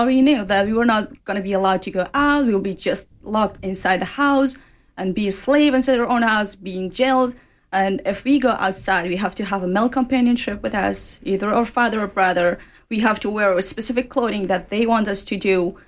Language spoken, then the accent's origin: English; Kabul, Afghanistan; moved away as an adult; also born or lived in India; Well, I was raised and born in Kabul. So by the time I was 16, I left to India.